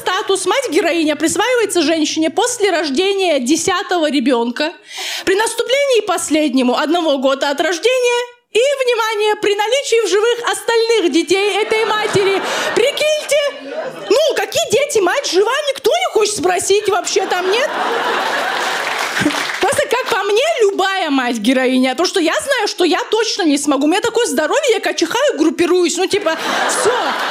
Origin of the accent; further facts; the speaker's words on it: Dagestan, Russia; moved away as an adult; я из Дагестана родом.